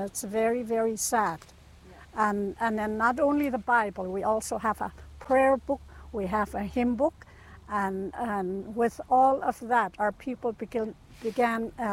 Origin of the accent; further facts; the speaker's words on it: Aklavik, Northwest Territories, Canada; born there; also born or lived in Fort McPherson / Yukon / Mackenzie Delta; I was born in Aklavik. It was there was a hospital there